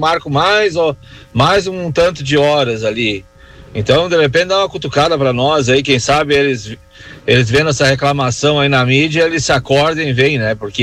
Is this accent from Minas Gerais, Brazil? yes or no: no; Caxias do Sul, Rio Grande do Sul, Brazil; Eu sou aqui de Caxias do Sul, aqui em Santa Lúcia do Piaí, comunidade de Camândole